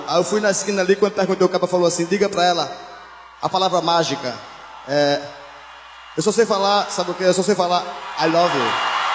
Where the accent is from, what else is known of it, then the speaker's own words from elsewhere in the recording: Monteiro, Paraíba, Brazil; eu sou aqui da Paraíba, aqui de Monteiro da Paraíba.